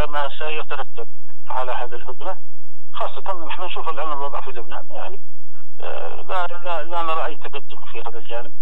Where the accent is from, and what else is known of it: Yemen